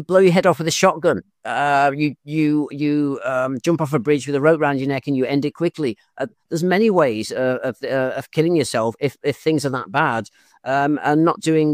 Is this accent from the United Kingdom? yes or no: yes; England, United Kingdom; in the 80s, just think, we as an English country, we didn't have the internet and stuff.